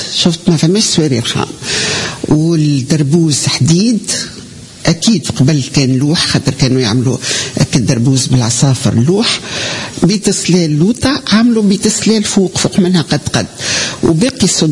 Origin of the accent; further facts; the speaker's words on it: Tunisia; نوع من الحجارة الموجود عندنا في تونس